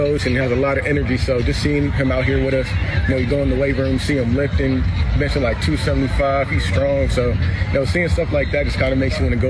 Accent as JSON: {"language": "English", "region": "Virginia", "country": "United States", "said": "You know, I'm from Virginia, so being, what, like 2,000 miles away from home, it was just a whole learning process, completely different."}